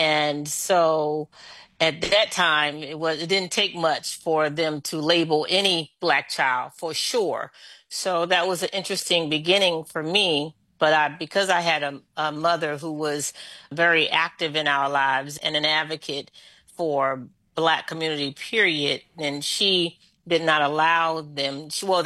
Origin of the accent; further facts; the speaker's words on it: Philadelphia, Pennsylvania, United States; That's one of my most memorable experiences of growing up in Philadelphia.